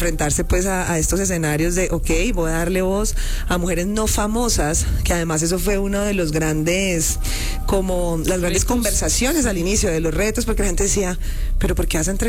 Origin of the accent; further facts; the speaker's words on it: Cali, Valle del Cauca, Colombia; now in Bogotá, Colombia; Sí, yo soy caleña, ve. Desde Cali, Colombia. Yo vengo de Bogotá, porque yo vivo en Bogotá, pero yo soy de Cali.